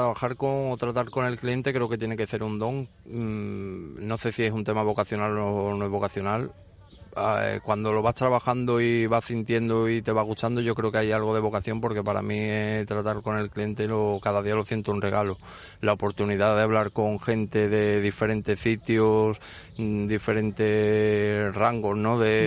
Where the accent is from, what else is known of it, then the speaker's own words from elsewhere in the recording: Seville, Andalusia, Spain; moved away as an adult; now in Formentera, Spain; soy sevillano, pero yo... Sí, y llevo aquí en Formentera ya unos 10 años.